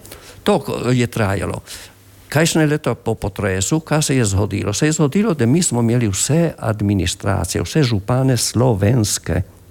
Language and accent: Slovenian; Friuli-Venezia Giulia, Italy; smo Slovenci